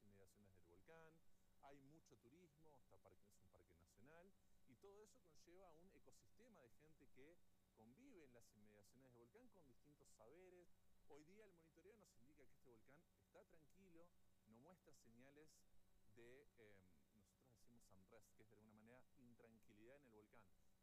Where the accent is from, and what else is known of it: Argentina